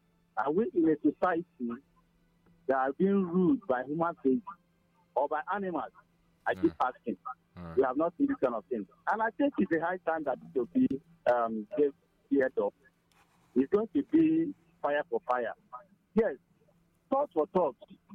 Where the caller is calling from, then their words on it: Abuja, Federal Capital Territory, Nigeria; I'm calling from Abuja.